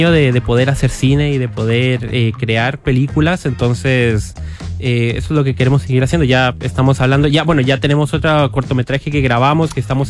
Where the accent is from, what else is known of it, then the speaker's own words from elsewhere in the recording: Costa Rica; moved away as an adult; now in Chile; yo nací en Chile, ajá, pero yo viví toda mi vida en Costa Rica.